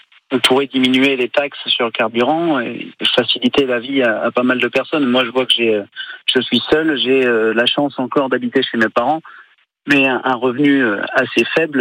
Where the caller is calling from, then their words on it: Landivisiau, Brittany, France; Donc là, actuellement, je suis à Carré, mais moi, je vis sur Landivisio.